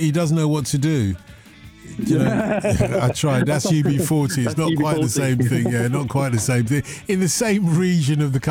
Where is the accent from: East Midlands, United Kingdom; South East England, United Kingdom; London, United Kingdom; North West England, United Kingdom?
London, United Kingdom; I grew up in Wimbledon, South Wimbledon. I remember it very well. I went to Garfield School. Garfield School is my junior school. It was right next to Garfield Park.